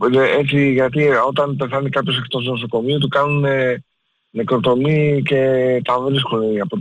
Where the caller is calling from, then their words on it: Galatsi, Attica, Greece; είμαι από Γαλάτσι.